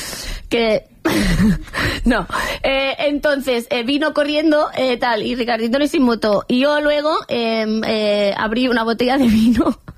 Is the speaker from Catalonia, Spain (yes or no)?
yes; Catalonia, Spain; Yo bebo agua porque soy catalana, ¿vale?